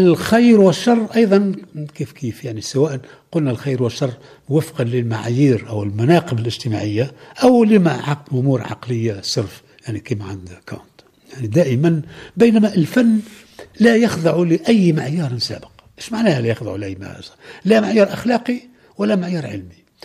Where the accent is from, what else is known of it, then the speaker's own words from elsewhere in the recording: Tunisia; أنا أول تونسية